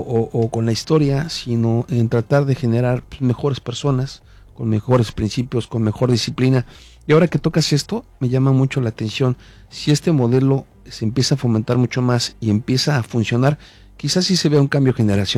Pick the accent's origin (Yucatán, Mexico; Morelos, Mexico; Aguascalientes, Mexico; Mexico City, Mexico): Yucatán, Mexico; ¿hacia dónde vamos como yucatecos, al menos en el tema de educación básica?